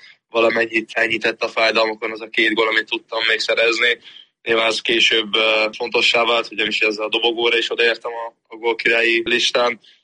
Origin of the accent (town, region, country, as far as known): Hungary; born or raised there; moved away